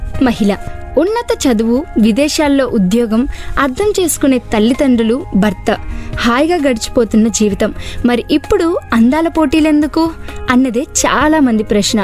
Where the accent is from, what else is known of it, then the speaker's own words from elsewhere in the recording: Rajahmundry, Andhra Pradesh, India; also born or lived in Bangalore; మాది రాజమహేంద్రవరం నేనిక్కడే 10 వరకు చదువుకున్నాను తర్వాత నాన్న ఉద్యోగరీత్యా బెంగళూరుకి వెళ్ళాము అక్కడే ఇంటర్ చదివాను అదయ్యాక మళ్ళీ సొంతూరు వచ్చి గైట్ కాలేజ్లో ఇంజనీరింగ్ పూర్తి చేశాను